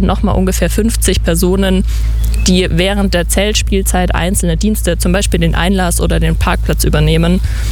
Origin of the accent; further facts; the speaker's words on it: Ulm, Baden-Württemberg, Germany; born or raised there